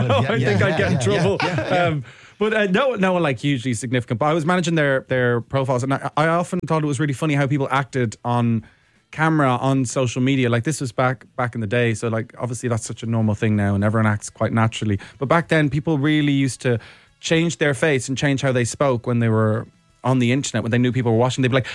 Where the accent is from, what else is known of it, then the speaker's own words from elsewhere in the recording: England, United Kingdom; born there; now I'm about to venture off over to the land of the UK, which is where I was born. I was born in England. So I'm kind of, homecoming.